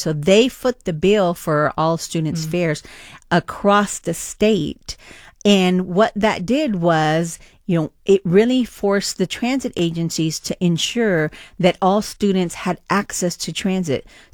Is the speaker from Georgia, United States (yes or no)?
no; Dallas, Texas, United States; moved away as an adult; also born or lived in Washington; now in Columbus, United States; I am originally from Dallas, Texas